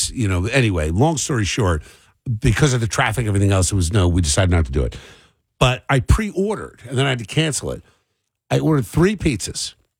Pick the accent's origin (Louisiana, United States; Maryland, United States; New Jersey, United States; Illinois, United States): New Jersey, United States; Cherry Hill; We had a place, I grew up in Cherry Hill, and we would bike through what was called the Magic Forest.